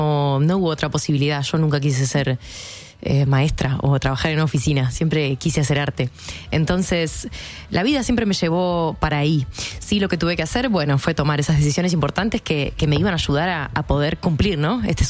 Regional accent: Tarariras, Colonia, Uruguay; also born or lived in Buenos Aires, Argentina; yo soy de Tarariras, de un pueblo chico, donde no había mucha referencia musical.

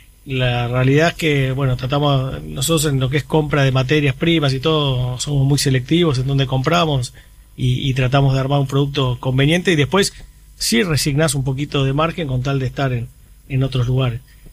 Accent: Uruguay; Somos difíciles acá en Uruguay

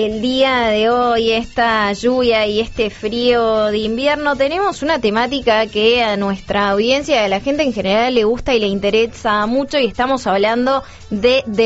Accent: Argentina; Somos dos argentinos en el programa del día de hoy.

